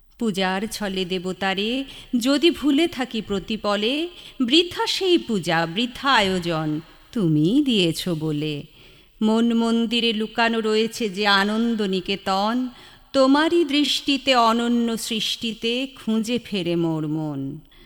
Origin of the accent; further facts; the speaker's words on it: Siliguri, West Bengal, India; moved away as an adult; now in Kolkata, India; শিলিগুড়িতেই আমার জন্ম এবং বেড়ে ওঠা, কিন্তু বর্তমানে আমি বৈবাহিক সূত্রে কলকাতার বাসিন্দা।